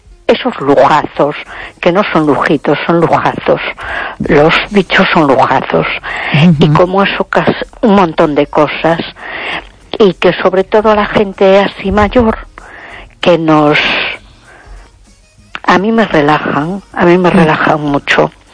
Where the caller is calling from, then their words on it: A Coruña, Galicia, Spain; de Coruña.